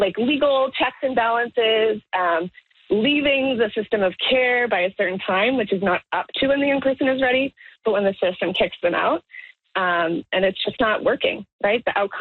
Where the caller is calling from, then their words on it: Toronto, Ontario, Canada; I'm calling in from Toronto on behalf of Never Too Late, which is an organization I work at.